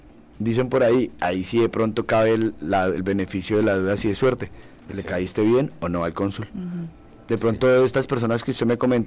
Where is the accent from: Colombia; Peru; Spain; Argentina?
Colombia; nuestra idiosincrasia como colombianos